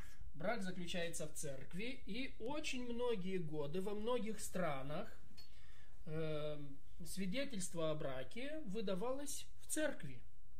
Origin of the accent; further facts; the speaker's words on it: Moldova; Здравствуйте, друзья! Я пастор из Молдовы.